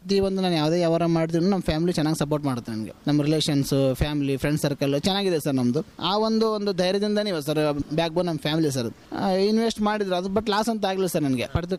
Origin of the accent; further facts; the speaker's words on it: Chikkaballari, Karnataka, India; ನಾನು ಮೂಲತಃ ಬಳ್ಳಾರಿ ಜಿಲ್ಲೆ ಸಿರುಗುಪ್ಪ ತಾಲೂಕು ಚಿಕ್ಕಬಳ್ಳಾರಿ ಅಂತಕ್ಕಂಥ ಒಂದು ಸಣ್ಣ ಗ್ರಾಮದಿಂದ ಬಂದಿರತಕ್ಕಂಥ ನನ್ನ ಫ್ಯಾಮಿಲಿ